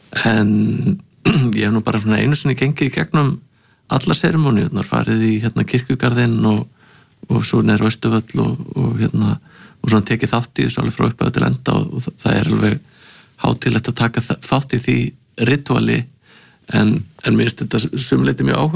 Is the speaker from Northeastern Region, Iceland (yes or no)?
no; Hafnarfjörður, Capital Region, Iceland; ég er úr Hafnarfirði